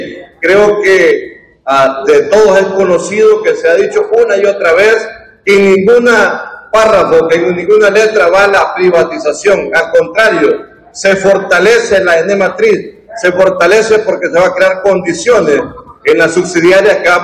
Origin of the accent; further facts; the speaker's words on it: Honduras; como hondureños nos sentimos que estamos en la causa.